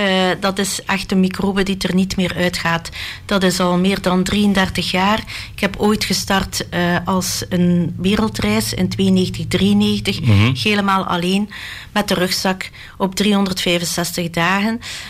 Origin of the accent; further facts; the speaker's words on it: Belgium